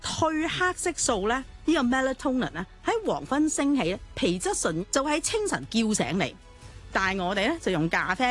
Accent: Hong Kong; 我哋香港人

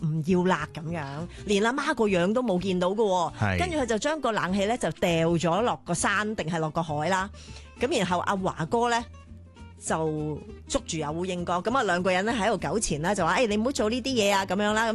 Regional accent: Hong Kong

